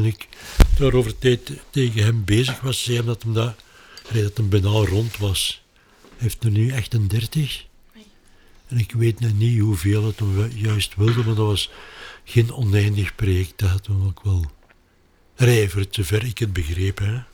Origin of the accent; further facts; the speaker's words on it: Limburg, Belgium; Ik ben van Limburg.